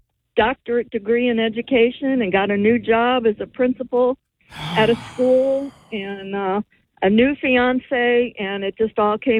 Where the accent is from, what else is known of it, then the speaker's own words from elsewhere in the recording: Midwest, United States; also born or lived in New Jersey; now in Indiana, United States; I grew up in the Midwest, but I lived in New Jersey for 25 years.